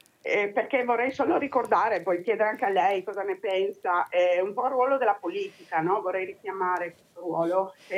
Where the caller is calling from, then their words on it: Friuli-Venezia Giulia, Italy; io sono del Friuli Venezia Giulia